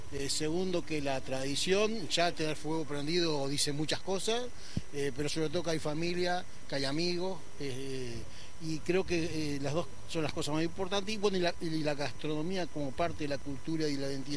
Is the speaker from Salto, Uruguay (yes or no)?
no; Canelones, Uruguay; yo soy de Canelones, pero particularmente de la zona de Cuchilla de Sierra, pegado a Melilla.